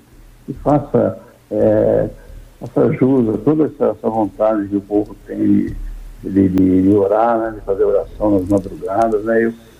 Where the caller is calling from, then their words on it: São Paulo, Brazil; do Parque do Carmo, São Paulo.